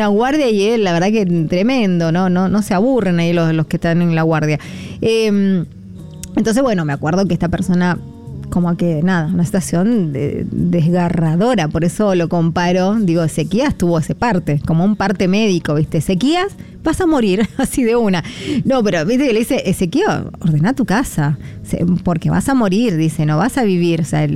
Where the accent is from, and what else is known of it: Argentina